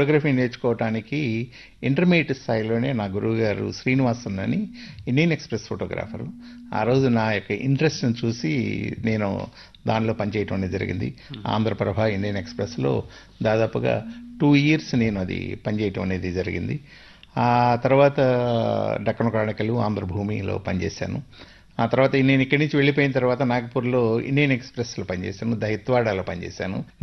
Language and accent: Telugu; Undavalli, Andhra Pradesh, India; moved away as an adult; also born or lived in Vijayawada / Nagpur; నాది బాల్యం అంతా కూడా ఉండవల్లిలోనే జరిగిందండి. స్టడీస్ అన్నీ కూడా ఉండవల్లి పెనుమాక జరిగింది. ఆ తర్వాత విజయవాడలో జరిగింది.